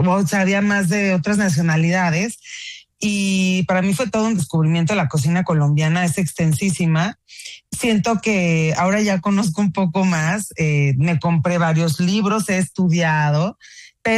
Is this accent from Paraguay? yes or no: no; Mexico